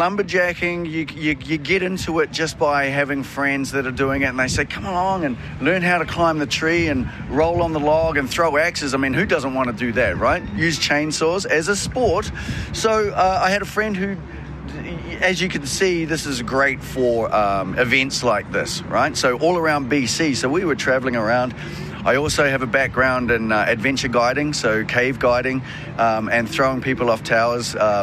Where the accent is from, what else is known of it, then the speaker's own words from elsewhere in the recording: New Zealand; also born or lived in Canada; I am indeed from New Zealand. I do actually, I was living in Canada for 25 years.